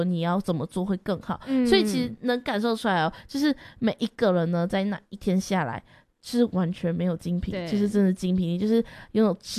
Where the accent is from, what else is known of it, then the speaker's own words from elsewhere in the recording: Kaohsiung, Taiwan; 然后我们营队是七月初要去带、高雄，回到我的家乡高雄，真的是美浓国小